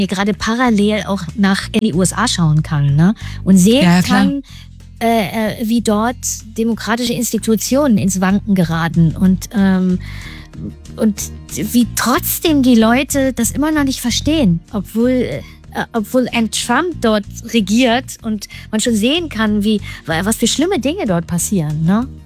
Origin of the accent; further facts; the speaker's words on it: Saxony-Anhalt, Germany; moved away; Sachsen-Anhalt ist meine alte Heimat und das berührt mich alles sehr